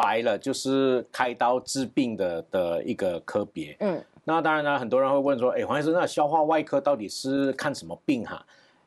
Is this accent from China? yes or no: no; Malaysia; now in Taiwan; 那我出生地的话是在马来西亚，所以在马来西亚长大。